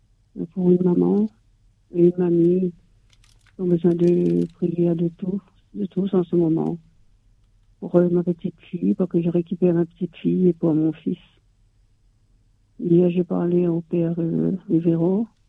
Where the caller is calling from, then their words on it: La Plaine-des-Palmistes, Réunion; je vous appelle de la Plaine des Palmistes.